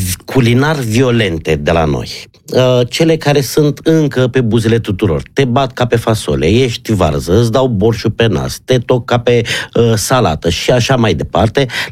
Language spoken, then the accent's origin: Romanian; Romania; Eu spun, eu tot spun că noi ca români nu prea ne iubim mâncarea.